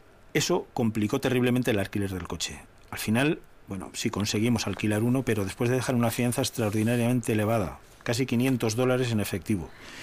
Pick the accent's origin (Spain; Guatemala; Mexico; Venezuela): Spain; Navarre; Ojo, le dije, que somos navarros, ¿eh?